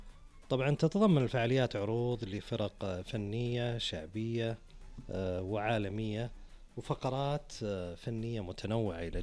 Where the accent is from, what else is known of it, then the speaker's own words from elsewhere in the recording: Saudi Arabia; مسلمين وسعوديين